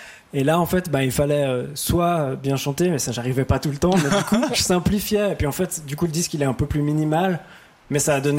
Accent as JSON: {"language": "French", "region": "Fribourg", "country": "Switzerland", "said": "Moi, comme je viens de Fribourg, j'ai la chance de collaborer avec une sorte de fonds de soutien pour des jeunes artistes"}